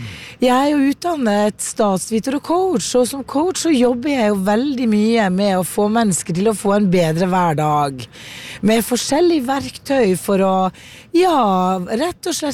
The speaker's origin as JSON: {"language": "Norwegian", "town": "Susendal", "region": "Nordland", "country": "Norway", "said": "Altså, jeg er jo fra Nord-Norge opprinnelig, selv om dialekten er litt utvannet."}